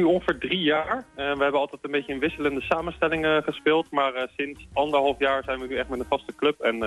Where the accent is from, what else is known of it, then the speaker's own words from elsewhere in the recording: Leiden, South Holland, Netherlands; Nee, we komen uit de regio. Ja. En we komen de meeste van ons komen uit Leiden. Dus we komen niet uit Alphen zelf.